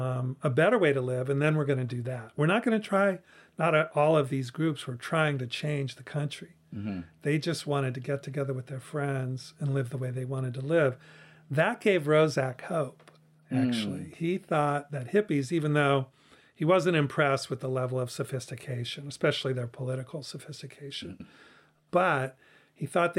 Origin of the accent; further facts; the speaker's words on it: California, United States; Anyway, growing up in the East Bay and you're seeing the counterculture and the Black Panther Party and campus activism